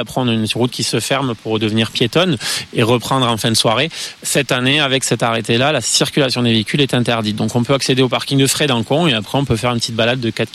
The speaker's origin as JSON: {"language": "French", "town": "Béziers", "region": "Occitanie", "country": "France", "tie": "born there", "also_born_or_lived": "Cap d'Agde", "moved": "as an adult", "lives_now": "Pyrenees, France", "said": "je suis pas originaire de la vallée du Rio Majou, pas originaire des Pyrénées. Moi, je suis né sur le bord de mer, sur la commune de Béziers."}